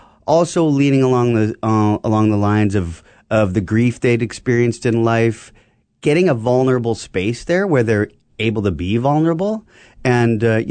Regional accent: Carman, Manitoba, Canada; I'm such a fan of old school Manitoba stories. Like the rural, I grew up in Carmen, Manitoba.

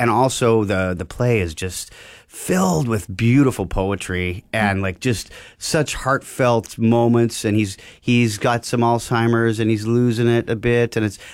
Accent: Carman, Manitoba, Canada; I grew up in Carmen, Manitoba.

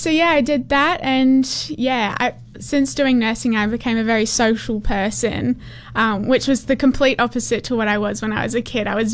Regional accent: Emerald, Queensland, Australia; So I grew up in Emerald. I'm born and bred there. I have lived there my whole life

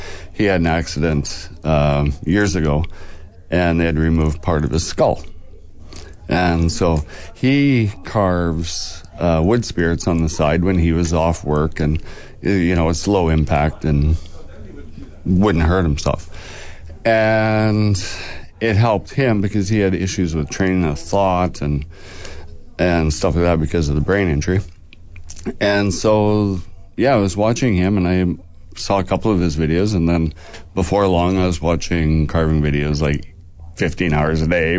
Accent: Carman, Manitoba, Canada; Yeah, so I am from Carmen. I have a farm between Elm Creek and Carmen.

